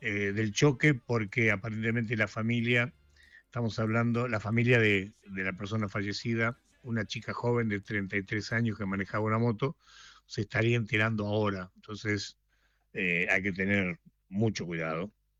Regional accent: Bahía Blanca, Buenos Aires Province, Argentina; Todo el mundo sabe que yo vivo en Bellavista, pero cuando uno sale de Bellavista, como para Sarmiento, tiene que meterse en el barrio La Falda, donde prácticamente me crié y viví.

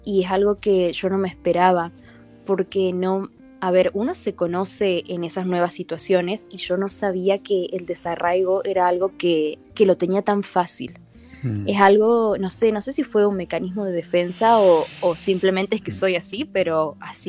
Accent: Tucumán, Argentina; born there; moved away; en la provincia donde yo nací, en Tucumán

